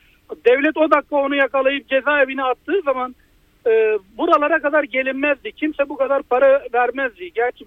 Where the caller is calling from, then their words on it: Istanbul, Turkey; İstanbul'dan arıyoruz tabii ki, her zamanki gibi.